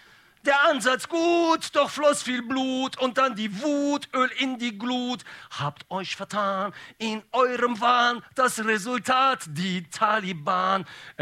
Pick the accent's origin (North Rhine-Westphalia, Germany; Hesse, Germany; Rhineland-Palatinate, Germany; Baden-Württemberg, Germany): North Rhine-Westphalia, Germany; Bielefeld; born there; Ja, ich bin eigentlich gebürtiger Ostwestfale, echter Bielefelder.